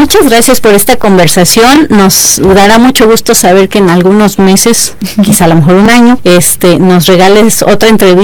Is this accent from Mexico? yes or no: yes; Mexico; esto que nos da identidad como mexicanos.